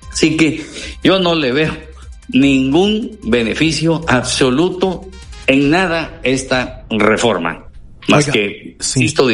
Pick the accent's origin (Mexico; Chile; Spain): Mexico